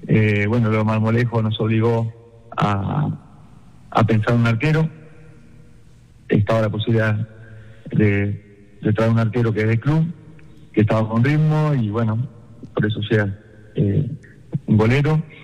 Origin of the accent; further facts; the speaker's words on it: Uruguay; now in Colombia; soy uruguayo